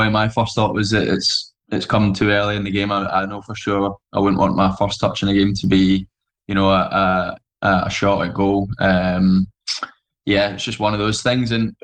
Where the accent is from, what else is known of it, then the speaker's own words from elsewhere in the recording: Scotland, United Kingdom; born there; also born or lived in Crewe, Cheshire / England; I think if you asked 100 people who spoke to me if I was English or Scottish, I think almost 100 would come out with Scottish. So, yeah, Scottish for sure.